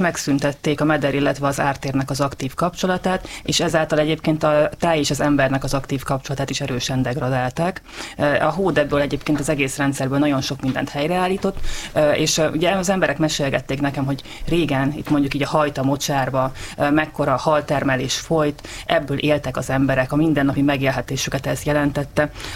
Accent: Gyula, Békés, Hungary; also born or lived in Szeged; Én amúgy nem ceglédi vagyok, hanem a Dél-Alföldről származom. Gyulán nőttem föl, illetve utána pedig Szegeden tanultam.

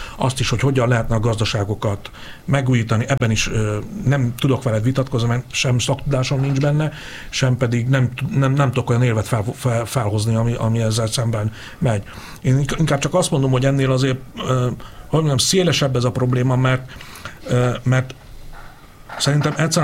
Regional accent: Hungary; Hogy ennyit ott egyfelől vidéken születtem, ebben nőttem fel, tehát én nagyon jól látom.

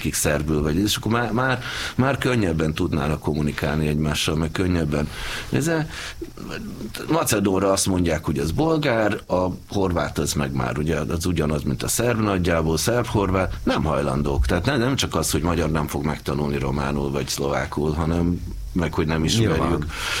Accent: Hungary

